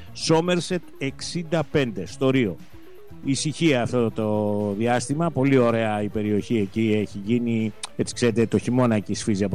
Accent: Western Greece, Greece; Καλημέρα απέναντι στην Ετωλόα Καρνανία, την πατρίδα μου, στο Μεσολόγγητο Αγρίνιο, Λούθε.

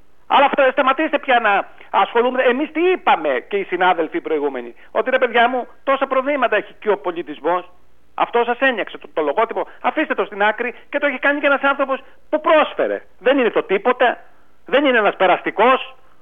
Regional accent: Patras, Western Greece, Greece; Γιατί είμαι πατρινός.

